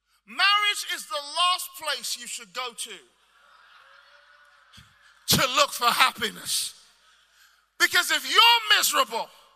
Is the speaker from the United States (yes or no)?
no; Nigeria; I'm Nigerian, I told you.